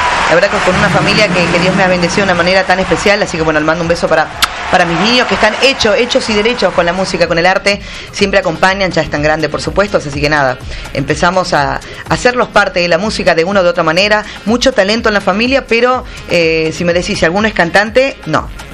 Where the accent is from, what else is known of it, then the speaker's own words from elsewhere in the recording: Tucumán, Argentina; also born or lived in Santiago del Estero, Argentina / Italy; yo me siento tucumana, yo soy tucumana, radicada desde muy chica, nació artísticamente … acá, así que soy tucumana.